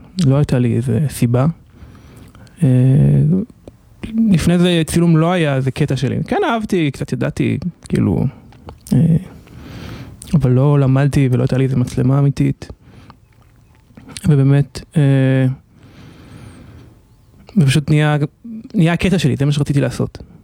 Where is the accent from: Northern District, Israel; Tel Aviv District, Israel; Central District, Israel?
Northern District, Israel; Kfar Giladi; אני עדיין בן כפר גלעדי.